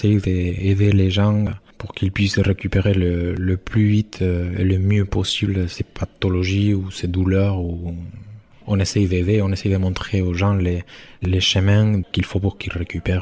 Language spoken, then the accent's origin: French; Bilbao, Basque Country, Spain; French is a second language; moved away as an adult; now in Bayonne, France; Je suis de Bilbao. J'habite à Bayona et je travaille à la Ressort et je suis kiné.